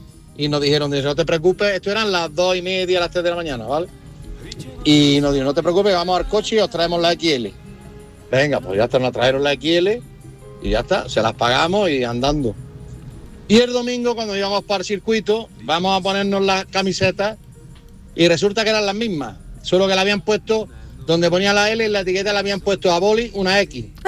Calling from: Granada, Andalusia, Spain; de Granada

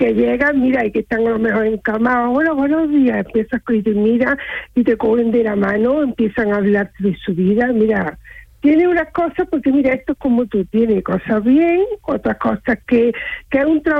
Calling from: Córdoba, Andalusia, Spain; yo soy de Córdoba capital.

